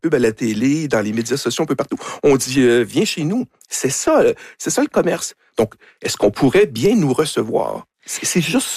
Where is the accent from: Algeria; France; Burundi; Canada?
Canada; Quebec; On perçoit un accent français. On est des Canadiens. Ah, blablabla, bla, bla, québécois, etc.